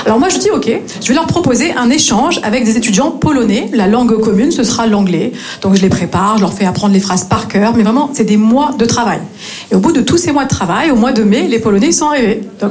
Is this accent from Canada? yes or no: no; Grand Est, France; now in Marseille, France